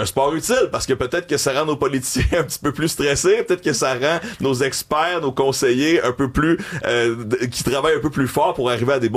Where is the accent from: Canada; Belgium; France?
Canada; Quebec; On raconte, on est un peuple qui se raconte. On est la tradition orale, c'est porté chez nous.